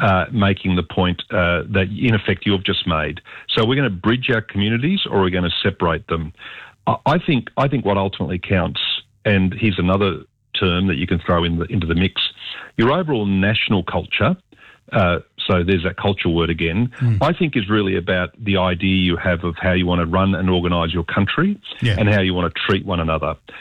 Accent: Sydney, New South Wales, Australia; moved away as an adult; now in Canberra, Australia; Both parents migrated from Italy, and I was born and raised in Sydney, then moved down to Canberra 40 years ago.

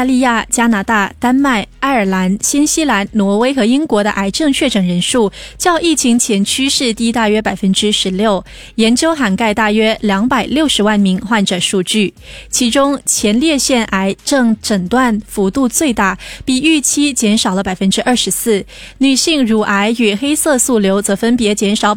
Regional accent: Singapore; 我们新加坡人

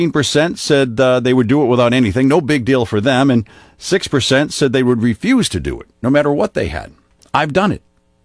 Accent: Boston, Massachusetts, United States; Now, full disclosure, where I grew up in Boston, there's a cemetery called Cedar Grove

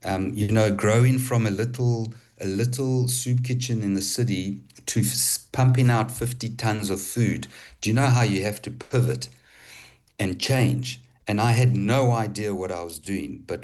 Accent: Johannesburg, Gauteng, South Africa; moved away as an adult; also born or lived in Zimbabwe; Left soon after the war, 1981, went to Johannesburg. Finished my schooling in Johannesburg, remained in Johannesburg till about 2004.

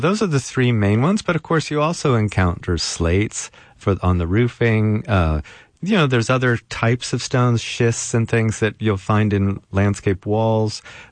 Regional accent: California, United States; Imagine I come out of the suburbs in California. I'm a kid from America.

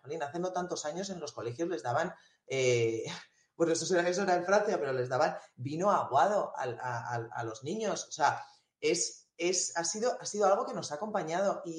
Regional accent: La Rioja, Spain; born there; Bueno, La Rioja, quizás por donde yo nací, es más conocida.

